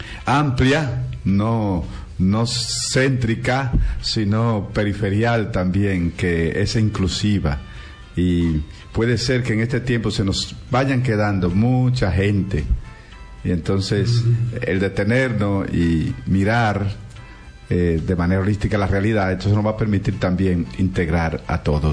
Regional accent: San Francisco de Macorís, Duarte, Dominican Republic; nosotros que somos, no somos del centro de La Vega, somos de San Francisco y toda esa zona

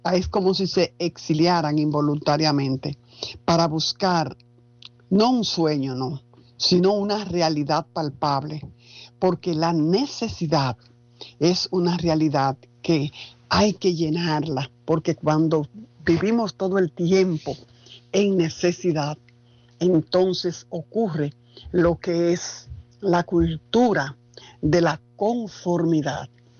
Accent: Dominican Republic; also born or lived in Spain; nuestro país, la República Dominicana

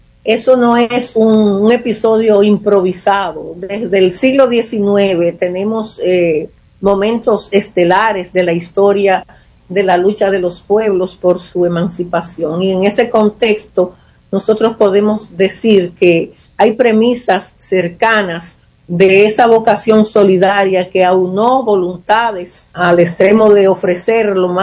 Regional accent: Dominican Republic

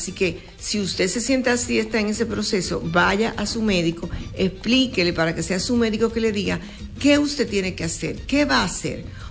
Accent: Dominican Republic; los dominicanos somos dominicanos donde quiera y los chinos son lo mismo donde quiera.

